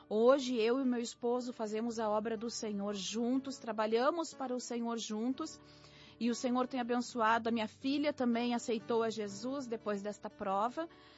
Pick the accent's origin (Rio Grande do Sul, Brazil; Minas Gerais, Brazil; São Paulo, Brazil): Rio Grande do Sul, Brazil; Gravataí; eu sou da cidade de Gravataí, no Rio Grande do Sul